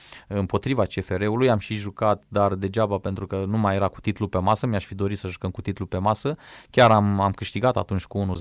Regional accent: Romania

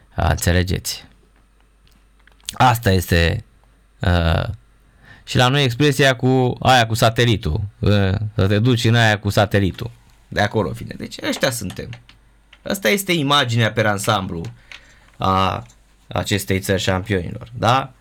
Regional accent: Romania; noi ca români

